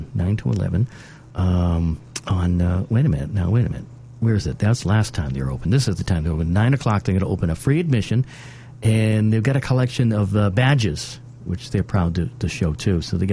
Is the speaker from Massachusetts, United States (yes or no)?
yes; Marshfield, Massachusetts, United States; growing up in Marshall, we had the horn on the fire stations, the noon horn.